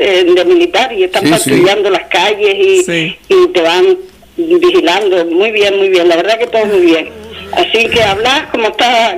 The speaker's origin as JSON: {"language": "Spanish", "area": "Lanzarote", "region": "Canary Islands", "country": "Spain", "said": "si soy conejera hasta la médula. Soy canaria como el gofio."}